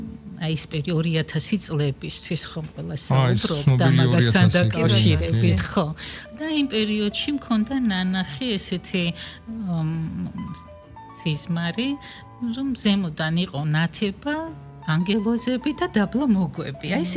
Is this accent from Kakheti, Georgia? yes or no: yes; Vejini, Kakheti, Georgia; born there; დავიბადე გურჯაანის რაიონში, სოფელ ვეჯინში, ბავშვიან ოჯახში.